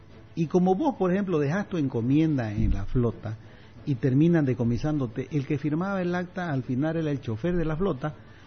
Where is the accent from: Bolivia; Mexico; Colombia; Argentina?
Bolivia; Bolivian eastern lowlands